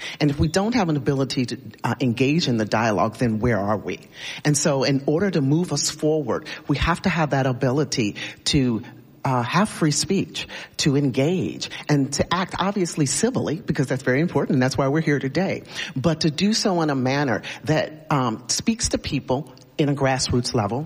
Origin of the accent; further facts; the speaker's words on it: Chicago, Illinois, United States; What I would say best about this country, I saw growing up in Chicago, and that is resiliency, perseverance